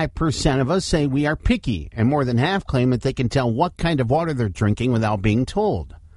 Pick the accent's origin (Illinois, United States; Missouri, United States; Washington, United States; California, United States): Illinois, United States; Streator; Growing up in Struman, Illinois